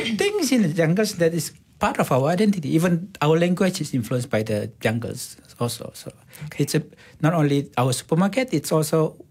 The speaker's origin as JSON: {"language": "English", "town": "Long Lamai", "region": "Sarawak", "country": "Malaysia", "said": "I'm from Long Lamai. Long Lamai is one of the earliest settled Penan and we are the furthest in the middle of basically the heart of Borneo."}